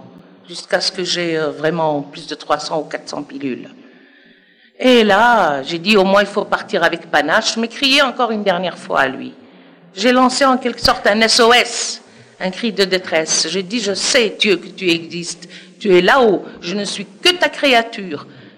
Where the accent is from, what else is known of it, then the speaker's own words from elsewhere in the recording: Algeria; now in Geneva, Switzerland; Je suis algérienne d'origine. Je suis née musulmane, je n'ai pas choisi.